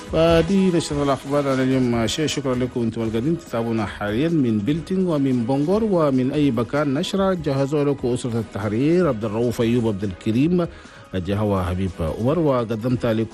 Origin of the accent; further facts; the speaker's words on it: Chad; هنا بلدنا تشاد